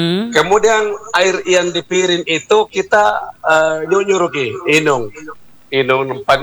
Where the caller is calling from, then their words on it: Makassar, South Sulawesi, Indonesia; kita Makassar ini